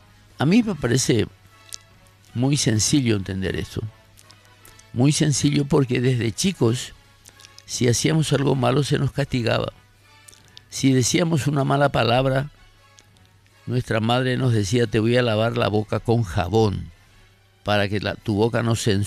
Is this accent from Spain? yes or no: no; Paraguay; nuestro origen como paraguayos